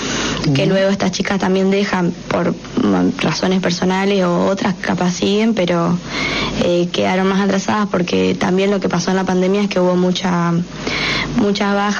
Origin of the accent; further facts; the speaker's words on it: Paso de los Libres, Corrientes, Argentina; moved away as an adult; now in Concordia, Argentina; soy de Paso de los Libres de Corrientes